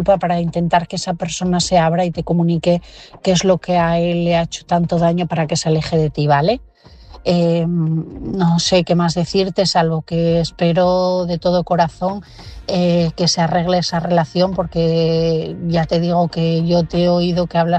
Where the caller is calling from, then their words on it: Asturias, Spain; de Asturias y mi mensaje esta noche es para Antonio.